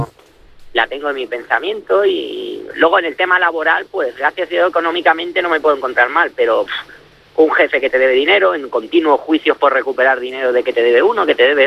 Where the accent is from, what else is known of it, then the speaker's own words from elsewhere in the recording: Alicante, Valencian Community, Spain; yo nací en Alicante, yo vivo en Alicante.